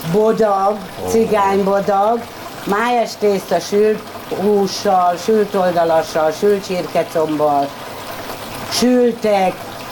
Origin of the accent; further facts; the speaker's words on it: Dunakeszi, Pest, Hungary; also born or lived in Tiszafüred; én már kisgyerek, épp hogy csak ott megszülettem, de itt nőttem föl Dunakeszin az egész család